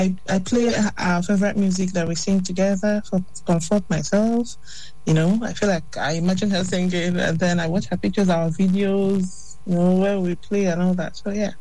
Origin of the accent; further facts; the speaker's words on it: Imo, Nigeria; moved away; because I'm from Imo State